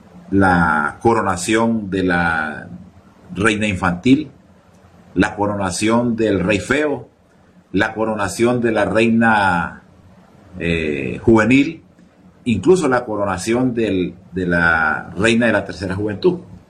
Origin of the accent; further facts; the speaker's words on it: Sulaco, Yoro, Honduras; y lo digo yo que soy de Sulaco, lo digo yo que he vivido esas experiencias.